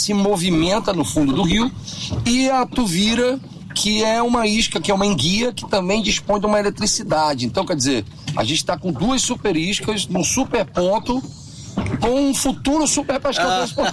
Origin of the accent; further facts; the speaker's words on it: Amazonas, Brazil; Ó, eu comecei, eu sou amazonense, né?